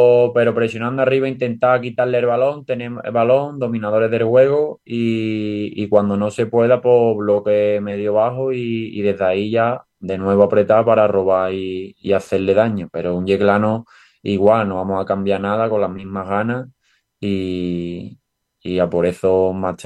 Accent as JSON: {"language": "Spanish", "town": "Utrera", "region": "Andalusia", "country": "Spain", "tie": "born or raised there", "said": "creo yo, que viene siempre de jugar en el equipo de su pueblo. Yo siempre he estado en el Utrera, me fui en División de Honor Juvenil al Cachilleja, un pueblecito de Sevilla."}